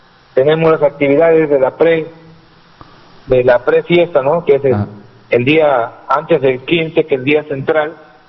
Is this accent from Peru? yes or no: yes; Copallín, Amazonas, Peru; en mi pueblo de Copaín